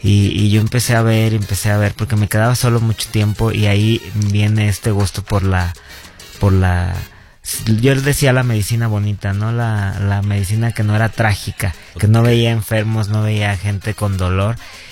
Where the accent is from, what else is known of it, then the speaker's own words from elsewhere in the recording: Morelia, Michoacán, Mexico; born there; somos de Morelia, es un estado complicado